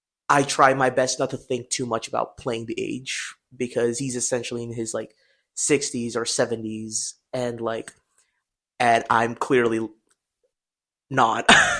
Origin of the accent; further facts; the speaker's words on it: Philippines; now in United States; as a Filipino immigrant myself